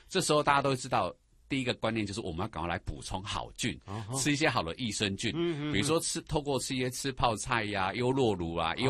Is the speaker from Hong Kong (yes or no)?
no; Taiwan; 那外国人要的菌跟我们台湾人要的菌又不太一样，